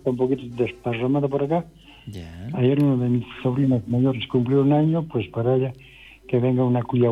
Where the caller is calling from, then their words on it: Bolivia; Pero somos los bolivianos de buenas decisiones.